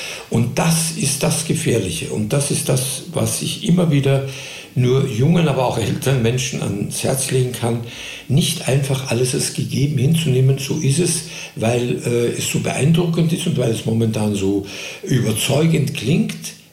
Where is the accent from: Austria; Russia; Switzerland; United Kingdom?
Austria; Ich musste als Österreicher in jedem deutschen Engagement Arbeitsbewilligung, Aufenthaltsgenehmigung, alles extra ansuchen